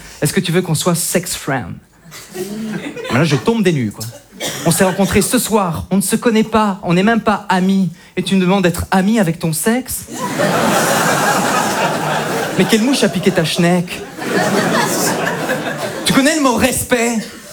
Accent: Belgium; Tu me plais beaucoup, hein, mais bon, je viens de Belgique, j'ai une éducation, j'ai des principes.

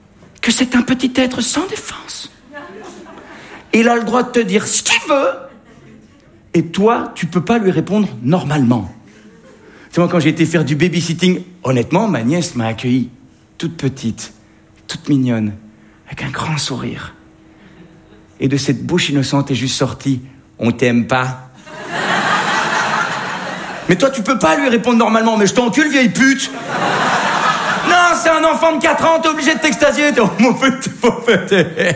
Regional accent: Belgium

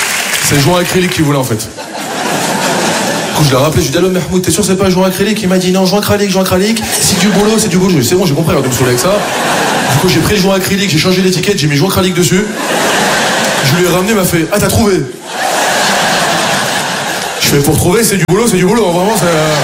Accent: France; je suis fier de mes origines et je suis fier d'être français, moi aussi. Je suis un bon français, je suis fier d'être français

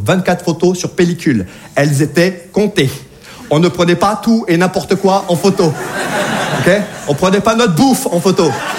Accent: Saint-Étienne, Auvergne-Rhône-Alpes, France; quand j'ai grandi à Saint-Étienne, je parais pas, mais je suis né en 1980, ok?

